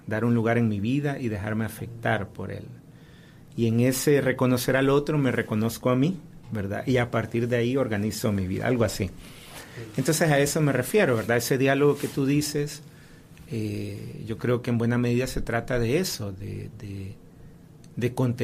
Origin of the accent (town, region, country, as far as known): El Salvador